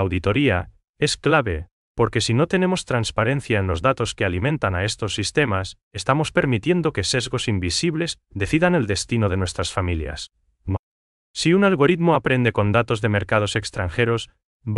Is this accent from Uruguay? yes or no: no; Paraguay; nuestro valor como paraguayos